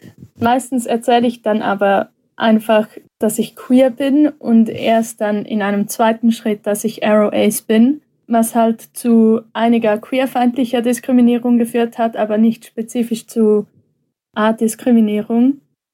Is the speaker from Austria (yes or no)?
no; Switzerland; accent: Swiss; Ich komme aus der Schweiz, was ihr vielleicht an meinem Akzent hören könnt. Und ich bin als Pastorenkind in einer Krishona, respektive heute Viva-Kirche, aufgewachsen.